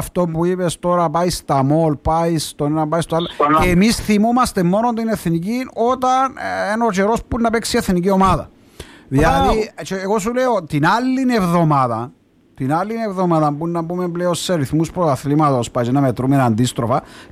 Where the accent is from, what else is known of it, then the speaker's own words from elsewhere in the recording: Cyprus; ως Κύπρος, ως λαός